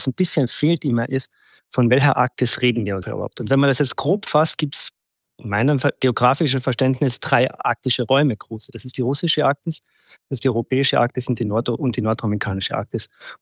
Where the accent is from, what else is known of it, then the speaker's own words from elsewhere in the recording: Austria; born there; Da fragen Sie wahrscheinlich als gebürtigen Österreicher den Falschen.